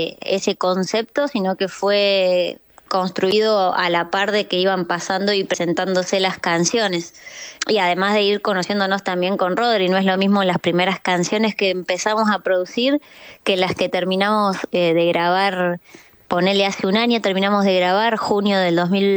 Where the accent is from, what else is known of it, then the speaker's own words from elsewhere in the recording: La Pampa, Argentina; moved away as an adult; now in Córdoba, Argentina; Y yo acá ya tenía a mis hermanos estudiando, entonces desde La Pampa es bastante común venirte a estudiar a Córdoba, y bueno, sin mucha vuelta terminé siendo una cordobesa.